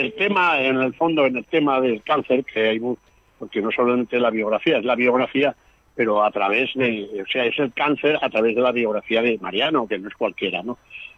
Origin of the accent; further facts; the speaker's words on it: Spain; yo soy español, obviamente